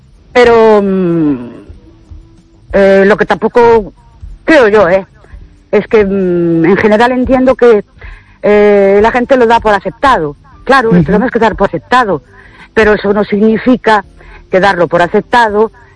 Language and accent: Spanish; Ourense, Galicia, Spain; Buenas noches … de Urense.